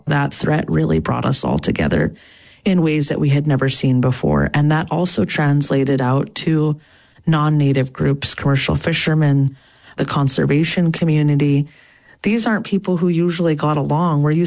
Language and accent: English; Clark's Point, Alaska, United States; I was raised with her in Clark's Point in Bristol Bay.